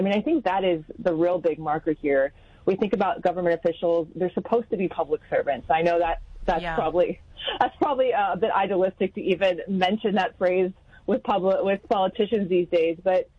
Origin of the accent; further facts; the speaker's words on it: Pennsylvania, United States; moved away; I'm from Pennsylvania, so I have a lot of, I'm not living there now